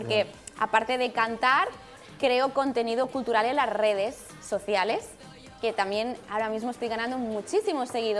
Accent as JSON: {"language": "Spanish", "town": "Alpicat", "region": "Catalonia", "country": "Spain", "tie": "born or raised there", "said": "Nací allá en Alpicat. Alpicat, que es un pueblecito de Lleida maravillosa."}